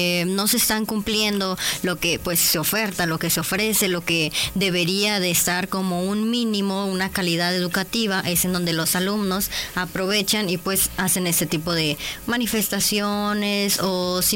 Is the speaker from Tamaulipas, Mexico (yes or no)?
yes; Tamaulipas, Mexico; yo soy de Tamaulipas